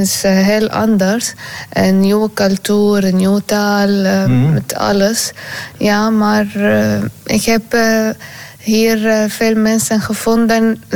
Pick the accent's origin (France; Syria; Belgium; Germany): Syria; Dutch is a second language; moved away as an adult; also born or lived in Libya; now in Netherlands; ik kom uit Syrië.